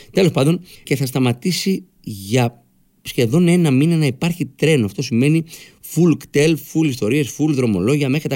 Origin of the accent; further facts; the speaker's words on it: Eastern Macedonia and Thrace, Greece; moved away; στον Εύρο, που είναι η πατρίδα μου